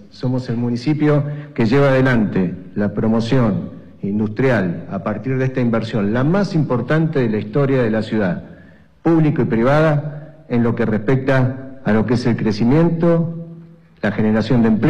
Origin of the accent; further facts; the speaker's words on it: Neuquén, Argentina; Porque habla bien de lo que somos los neuquinos.